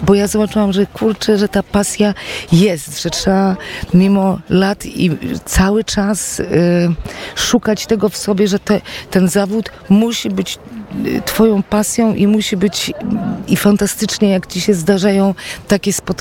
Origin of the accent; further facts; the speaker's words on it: Warsaw, Masovian Voivodeship, Poland; ja wychowałam się na Inflanckiej, czyli na wspaniałym osiedlu z białymi wielkimi balkonami